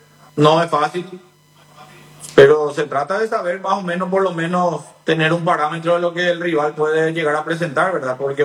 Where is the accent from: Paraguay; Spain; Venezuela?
Paraguay; Pero eso es muy bueno para que nosotros sigamos siendo cada vez más competitivos como fútbol paraguayo.